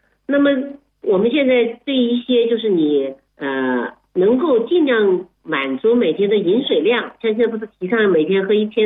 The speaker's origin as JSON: {"language": "Chinese", "country": "China"}